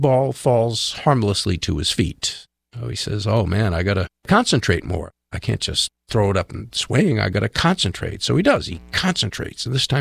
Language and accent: English; New England, United States; moved away; I am from New England.